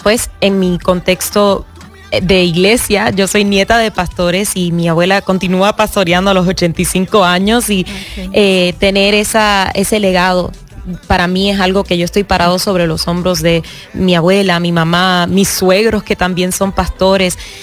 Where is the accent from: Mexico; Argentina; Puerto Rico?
Puerto Rico; Miami, Florida, United States; born there; now in Los Angeles, United States; Yo nací en Miami, so cada vez que estoy aquí es como que yo me curo la alma con los pastelitos